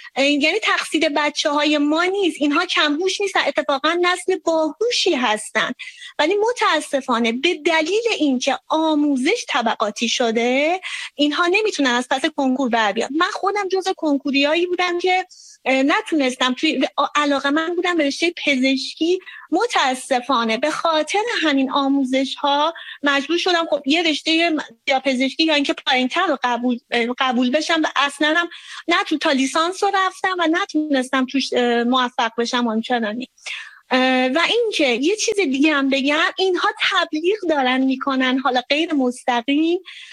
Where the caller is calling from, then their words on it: Tehran, Tehran Province, Iran; من از تهران هستم، ایران عزیزمون.